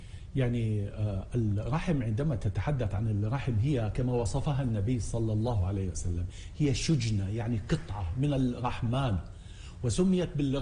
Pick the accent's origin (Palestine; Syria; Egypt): Palestine; عندنا في فلسطين